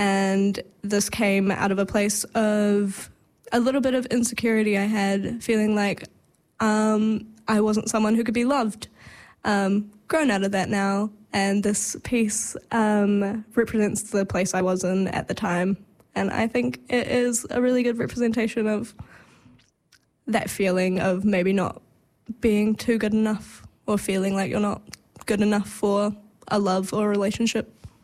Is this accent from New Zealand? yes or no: yes; Auckland, New Zealand; moved away as an adult; now in Wellington, New Zealand; I use she, they pronouns. I am originally from Tamaki Makaurau, but I moved to Te Whanganui Atara in 2019.